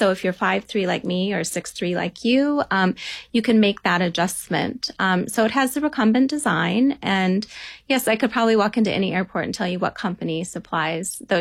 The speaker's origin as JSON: {"language": "English", "town": "Billings", "region": "Montana", "country": "United States", "tie": "born or raised there", "said": "I actually grew up in Billings, Montana"}